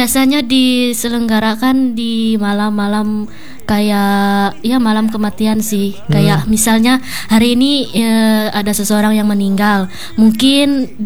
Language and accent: Indonesian; Central Kalimantan, Indonesia; born or raised there